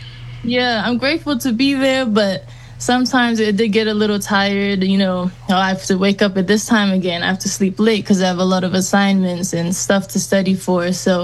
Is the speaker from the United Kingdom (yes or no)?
no; New Zealand; now in United States; You know, I grew up in New Zealand, so being around a lot of cultures was a little hard sometimes